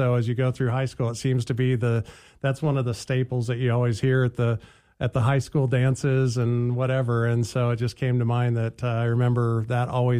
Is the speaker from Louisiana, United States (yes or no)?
no; Nebraska, United States; now in Anchorage, United States; I grew up in Nebraska, and so Nebraska was was a lot of country